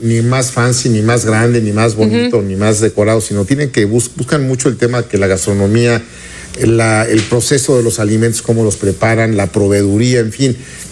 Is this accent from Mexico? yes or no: yes; Puebla, Mexico; Yo soy poblano y quiero a Puebla